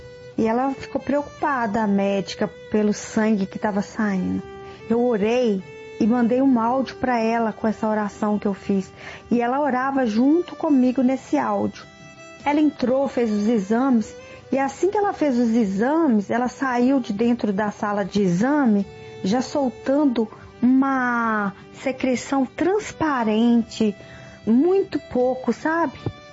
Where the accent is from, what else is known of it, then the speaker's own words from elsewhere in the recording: Tabira, Minas Gerais, Brazil; eu sou da cidade de Tabira, Minas Gerais.